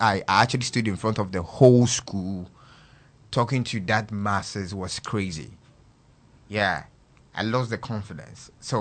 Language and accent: English; Ashaiman, Greater Accra, Ghana; I actually grew up in a Shyman, Vaco Flats, actually.